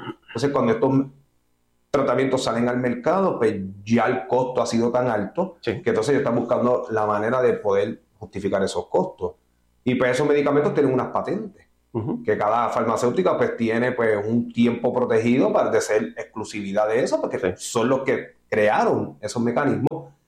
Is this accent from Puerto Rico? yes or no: yes; Puerto Rico; Esto es como costumbre boricua.